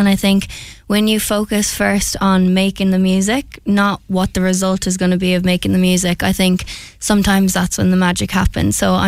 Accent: Ratoath, Leinster, Ireland; moved away as an adult; also born or lived in Dublin; now in Cork, Ireland; I feel like I really needed to get out of where I'm from. I love it, Meath. I'm from Ratoath and I went to school in Dublin

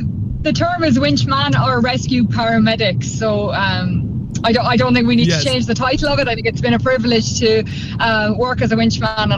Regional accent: Galway, Connacht, Ireland; moved away; So I'm from Galway originally

